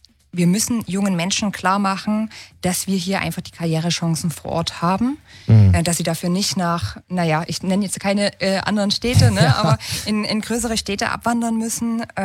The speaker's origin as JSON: {"language": "German", "region": "Saxony", "country": "Germany", "tie": "born or raised there", "said": "also ich bin gebürtige Vogtlanderin, bin hier geboren und aufgewachsen"}